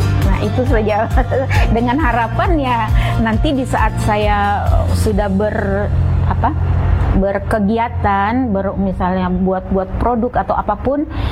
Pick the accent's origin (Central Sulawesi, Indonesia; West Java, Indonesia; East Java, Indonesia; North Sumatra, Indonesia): Central Sulawesi, Indonesia; Akhirnya saya berpikir, bagaimana sih caranya supaya orang mengenal nih daerah saya? Itu saya timbulkan dengan membuat batik dengan motif dari sana. Sehingga lahirlah Batik Mori Sulawesi Tengah.